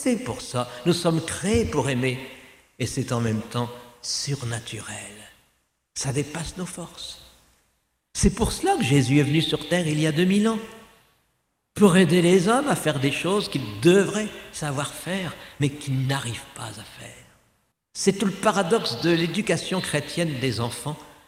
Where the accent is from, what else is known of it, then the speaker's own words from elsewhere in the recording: Cambrai, Hauts-de-France, France; Je viens de Cambrai où il n'y a pas que des bêtises, hein ?